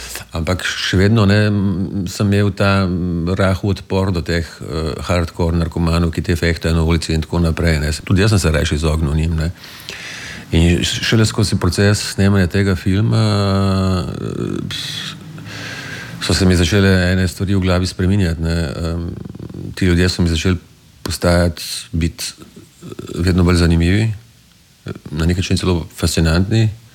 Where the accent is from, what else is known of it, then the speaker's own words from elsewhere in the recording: Tolmin, Gorizia, Slovenia; also born or lived in Idrija / Ljubljana; Ja, odraščal sem v Tolminu potem, ja, do konca osnovne šole, potem so šel v Idrijo v gimnazijo, pa v dijaški dom, pa potem vojska, pa potem Ljubljana, pa tako naprej.